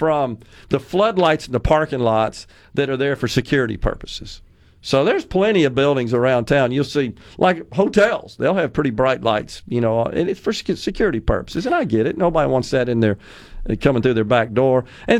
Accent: Ridgeland, Mississippi, United States; My hometown of Ridgeland

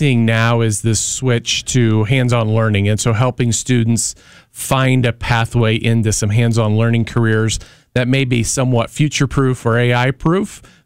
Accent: Farmington, Illinois, United States; just an hour and a half from where I grew up in Farmington, Illinois.

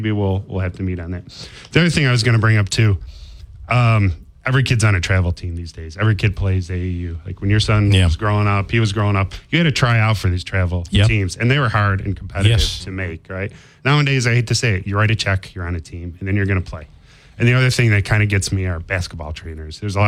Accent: Rome, Georgia, United States; I grew up in Rome. I played for Mike Gaddy and Stan Evans, right?

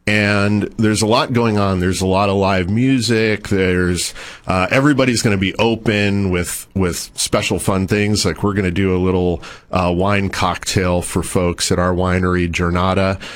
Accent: Cincinnati, Ohio, United States; now in Paso Robles, United States; So I grew up in Cincinnati, Ohio, which I think is responsible for the big surge in cornhole popularity.

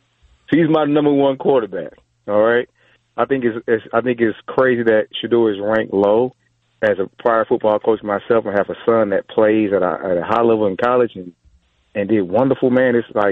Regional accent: Georgia, United States; You know what? I'm from Georgia

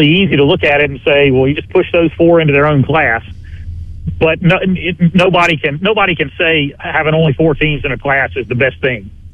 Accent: Canton, Mississippi, United States; I grew up. I grew up in Canton, and we were a AA school.

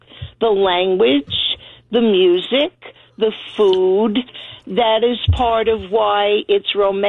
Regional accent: New York, United States; Oh, well, I'm Italian. I grew up in New York.

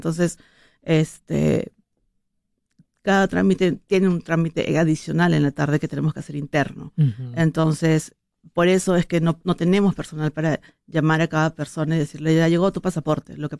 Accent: Peru; moved away as an adult; nosotros que somos peruanos, las montañas nos encantan.

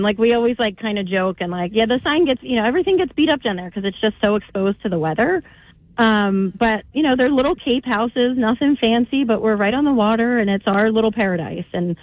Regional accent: Ventnor, New Jersey, United States; I grew up down in Ventnor

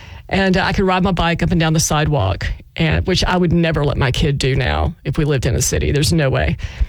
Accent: Zachary, Louisiana, United States; also born or lived in Baton Rouge; When I was really little, we lived in Baton Rouge. I grew up north of Baton Rouge in a town called Zachary. But we lived in Baton Rouge

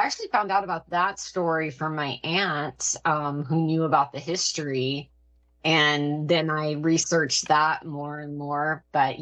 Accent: Arkansas, United States; born or raised there; also born or lived in Texas

